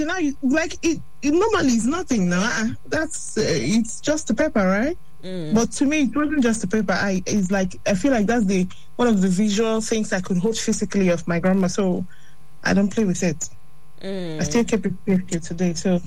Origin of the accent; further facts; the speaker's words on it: Imo, Nigeria; moved away; because I'm from Imo State